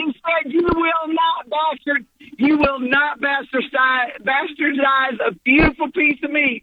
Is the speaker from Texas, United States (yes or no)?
yes; Texas, United States; I was raised in West Texas, and you put barbecue sauce and ketchup on everything out in Texas.